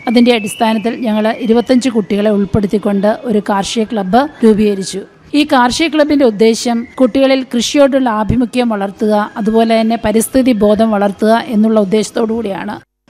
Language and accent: Malayalam; Kollakadavu, Kerala, India; born there; കൊല്ലകടവാണ് എന്റെ സ്വദേശം. വെൺമണിയോട് ചേർന്ന് കിടക്കുന്ന ഒരു പ്രദേശമാണ്. ഈ രണ്ട് പ്രദേശങ്ങളും കാർഷിക വൃത്തിയിൽ ഏർപ്പെട്ടിരിക്കുന്ന ജനങ്ങളാൽ നിബിഡമായ സ്ഥലമാണ്. അതുപോലെ തന്നെ ധാരാളം വയലുകളാൽ സമ്പുഷ്ടമായ നാടും കൂടിയാണ്.